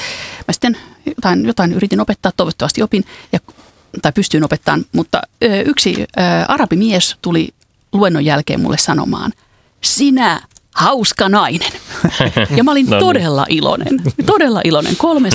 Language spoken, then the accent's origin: Finnish; Hämeenlinna, Kanta-Häme, Finland; mähän tuun siis Hämeenlinnasta, meillä ei ole Finkinoa, meillä on Biorex